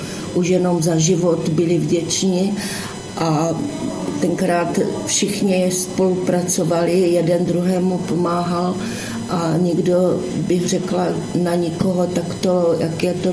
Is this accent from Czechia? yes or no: yes; Hanušovice, Olomouc Region, Czechia; born there; also born or lived in Hranice; v těch Hanušovicích tam jsme opravdu měli kruté chvíle